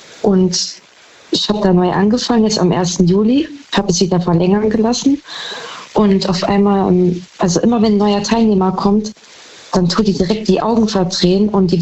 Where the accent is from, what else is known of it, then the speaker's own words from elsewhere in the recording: Saarbrücken, Saarland, Germany; Saarbrücken.